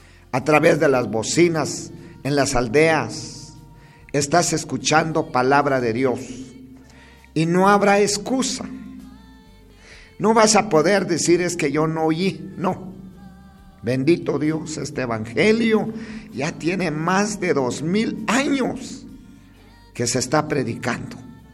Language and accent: Spanish; Guatemala